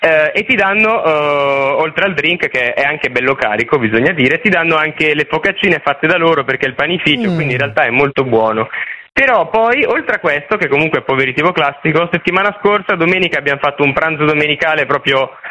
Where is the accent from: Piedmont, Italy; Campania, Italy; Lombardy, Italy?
Lombardy, Italy; Milan; accent: Milanese; oggi sono in fase milanese doc, perché in questo momento sono in Liguria.